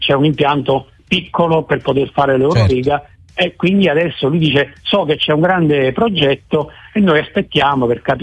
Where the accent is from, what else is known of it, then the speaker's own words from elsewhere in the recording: Naples, Campania, Italy; da napoletani dobbiamo dirlo